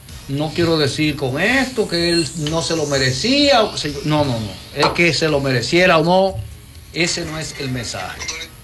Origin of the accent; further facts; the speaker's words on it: Dominican Republic; Me preocupa como dominicano